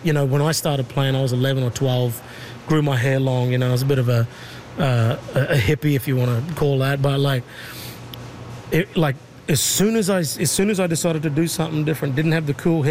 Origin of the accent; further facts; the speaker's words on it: Mossman, Queensland, Australia; now in Ottawa, Canada; This is in Mossman, Queensland, yeah, my hometown of Mossman. And so we're also from the same tribe as well in that town.